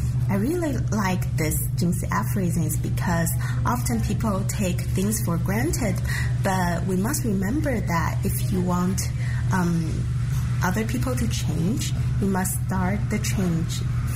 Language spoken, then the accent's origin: English; Vancouver, British Columbia, Canada; I'm from Vancouver, Canada.